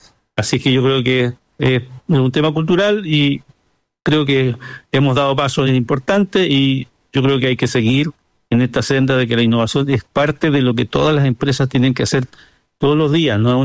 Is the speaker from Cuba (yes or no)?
no; Concepción, Biobío, Chile; Yo me acuerdo acompañar a mis padres al mercado, a la Vega. Yo soy penquista, esta historia es en Concepción.